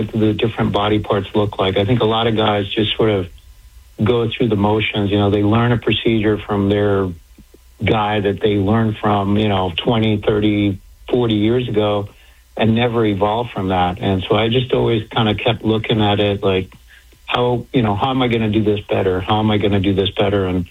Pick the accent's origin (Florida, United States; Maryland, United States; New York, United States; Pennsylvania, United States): Florida, United States; Miami; also born or lived in Cuba; I'm a poor Cuban immigrant. I was born in Cuba, and I came over from Cuba when I was five, grew up in Miami.